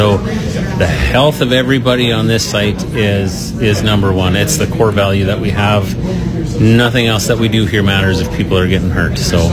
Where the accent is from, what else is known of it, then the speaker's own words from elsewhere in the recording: Saskatchewan, Canada; So I'm born and raised in Saskatchewan, so I went to the University of Saskatchewan.